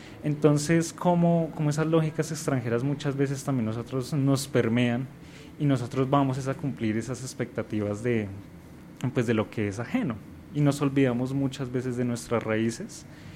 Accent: Colombia; y asimismo muchos de nosotros pues sentimos identidad no solo como colombianos, sino también como latinoamericanos.

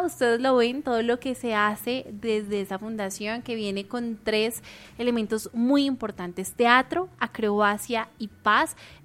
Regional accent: Colombia; donde uno va, tiene que llevarlo, ¿no? Como buen colombiano.

